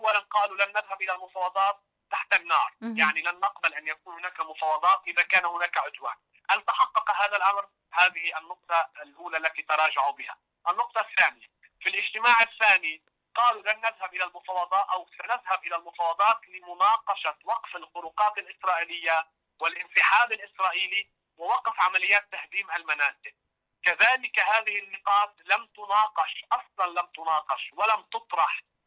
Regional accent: Lebanon; لذلك كلبنانيين نحن لا نستطيع أن نثق بهذه السلطة،

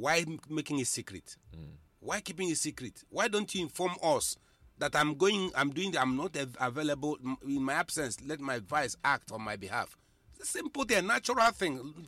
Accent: Nigeria; I'm a Nigerian citizen, and the absence of the government, of the president, is affecting me as a citizen.

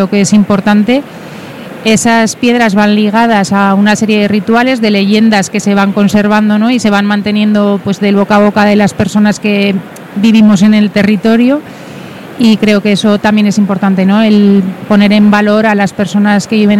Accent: Aragon, Spain; mi lugar favorito pues es mi pueblo, del que también soy alcaldesa.

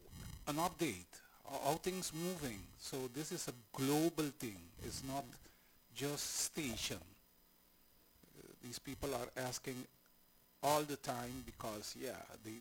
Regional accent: Curaçao; I'm from Curacao, as I said.

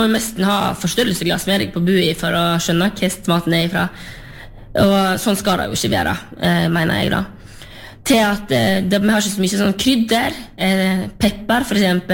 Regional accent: Vestland, Norway; og ikke minst landbruket, som jeg kommer jo selv fra Lerigard på Sørheim

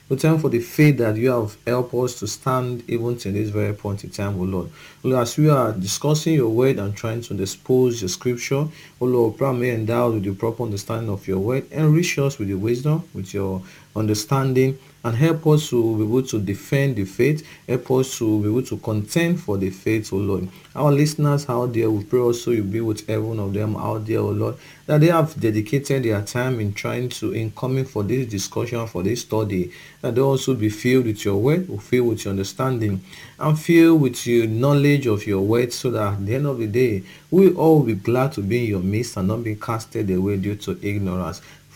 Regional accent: Okada, Edo, Nigeria; from Okada Town, Edo State, Nigeria.

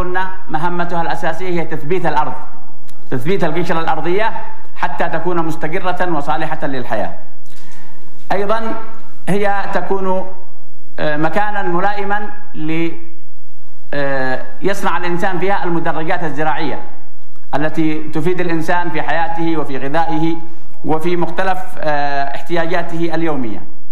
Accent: Yemen; بلدنا اليمن

